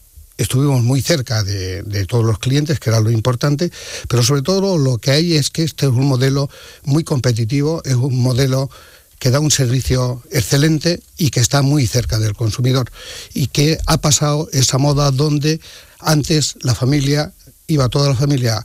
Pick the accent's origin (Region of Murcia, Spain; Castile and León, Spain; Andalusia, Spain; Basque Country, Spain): Castile and León, Spain; Mercadillo; moved away; para mí lo más importante es mi pueblo, que duda cabe. Mercadillo es donde yo nací, donde crecí, donde verdaderamente me transmitieron los valores. Es una aldea, no es un pueblo. El pueblo es Narrillo del Álamo, como decías, y cabeza de partido es Piedrahíta. Esta es una gran villa, está pegada a la sierra